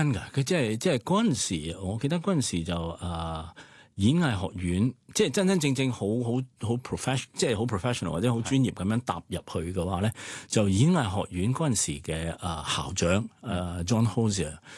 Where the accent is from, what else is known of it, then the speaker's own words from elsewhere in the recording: Malaysia; 尤其是係我哋馬來西亞人，即係由細到大都講咗四五種啦。